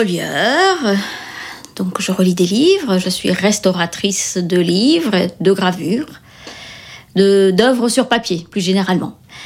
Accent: Saint-Sauveur, Brittany, France; Non, je suis originaire de Saint-Sauveur, là où je suis installée maintenant. J'ai habité 10 ans à Brest

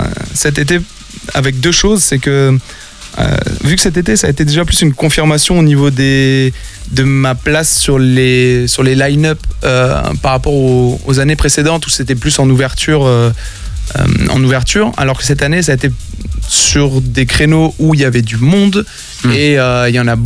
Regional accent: Landerneau, Brittany, France; vu que j'ai grandi sur Landerneau, tout ce beau monde là devant.

